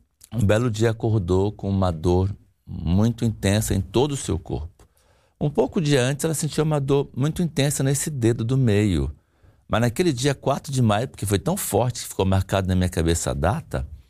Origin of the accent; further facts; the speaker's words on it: Amazonas, Brazil; Eu sou do Amazonas, bem no norte do Brasil, e fui para São Paulo estudar.